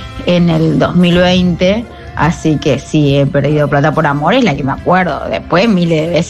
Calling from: Resistencia, Chaco, Argentina; yo vivo en Resistencia, Chaco

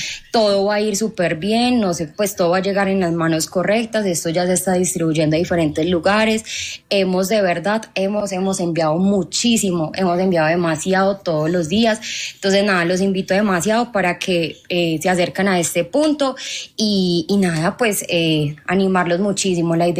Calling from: Medellín, Antioquia, Colombia; yo me comunico desde Medellín.

